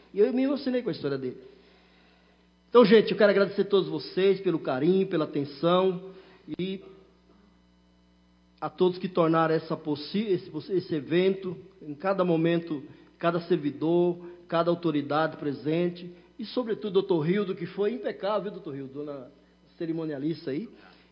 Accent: Northeast Region, Brazil; now in São Paulo, Brazil; as pessoas que são da região lá de onde eu sou, de onde eu vim também, muitos nordestinos que veio da... Você não veio do Nordeste, mas eu vim da roça. Da roça, trabalhava de enxada. E vim para São Paulo

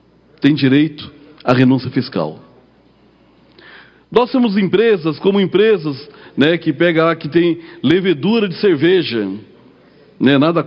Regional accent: São Paulo, Brazil; para nós que somos aqui da Grande São Paulo

